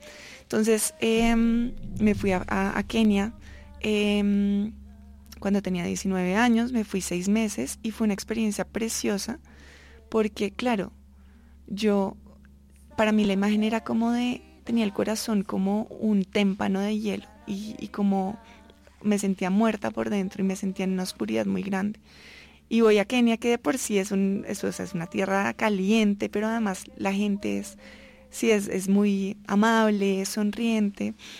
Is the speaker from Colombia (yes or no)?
yes; Colombia; yo volví a Colombia